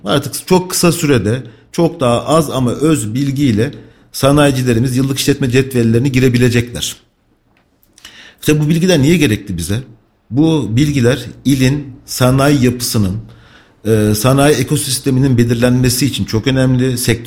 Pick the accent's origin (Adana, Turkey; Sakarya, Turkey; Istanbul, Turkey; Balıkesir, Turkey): Sakarya, Turkey; born there; moved away as an adult; also born or lived in Mardin / İzmir / Bilecik; now in Kayseri, Turkey; 1980 Mardin doğumluyum. Aslen Mardinliyiz ama baba memur olunca Sakarya'ya yerleştik. Okul hayatım Sakarya'da geçti. Sonrasında üniversite okumak için İzmir'e geçtim.